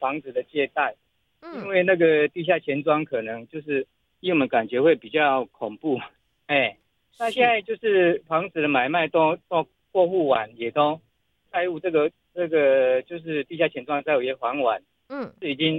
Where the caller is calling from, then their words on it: Chiayi, Taiwan; 我是嘉义这边哈